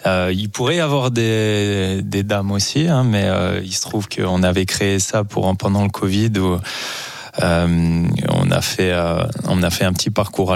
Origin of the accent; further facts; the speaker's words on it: Champ-près-Froges, Auvergne-Rhône-Alpes, France; C'est la commune de Champré-Frauges.